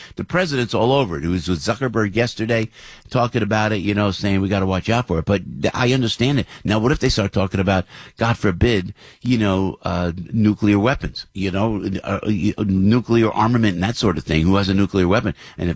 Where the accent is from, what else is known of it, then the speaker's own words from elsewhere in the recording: United States; We're American.